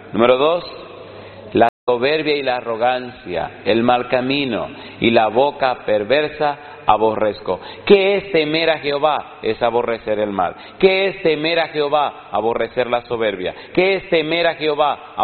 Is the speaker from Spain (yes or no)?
no; Dominican Republic; moved away